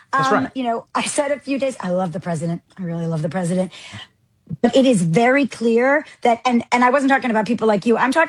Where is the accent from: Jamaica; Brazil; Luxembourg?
Jamaica; now in United States; I'm an immigrant from Jamaica, and it's an insult to third world countries like mine, like my homeland, to say that LA is third world.